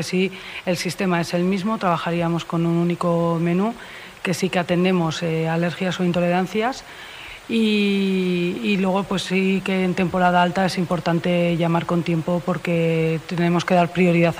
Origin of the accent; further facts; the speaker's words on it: San Sebastián, Basque Country, Spain; now in Villanova, Spain; yo lo sé, que soy de San Sebastián y he venido aquí.